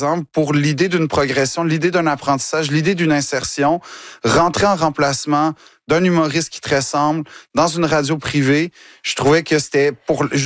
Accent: Quebec, Canada; moved away as an adult; now in Paris, France; je tiens à rester québécois jusqu'au bout des doigts

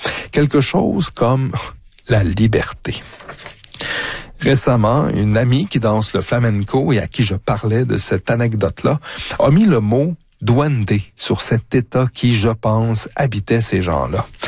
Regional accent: Quebec, Canada; Faut dire que j'ai grandi dans le Québec des années 80 et en tant que garçon, danser c'était pour les efféminés

